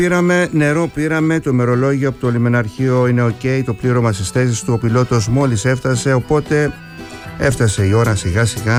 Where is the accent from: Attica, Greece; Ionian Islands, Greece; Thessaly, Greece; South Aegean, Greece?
South Aegean, Greece; Kasos; στο νησί μου την Κάσο.